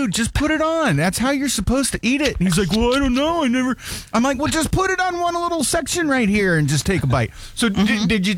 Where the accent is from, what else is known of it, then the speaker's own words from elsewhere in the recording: the South, United States; but I grew up in the South